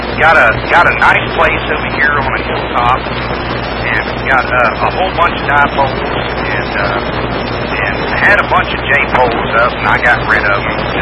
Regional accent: Georgia, United States; also born or lived in Virginia Beach, Virginia; I'm originally from Virginia Beach, born and raised till I was about five, then we moved down here to Georgia.

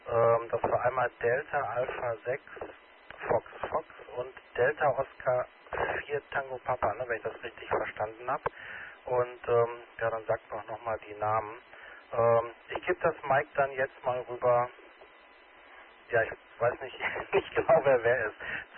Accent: North Rhine-Westphalia, Germany; now in Herne, Germany; sowohl Bergisch Gladbach als auch Hilden, das sagt mir natürlich was. Ne? Ich komme mal hier aus der Ecke.

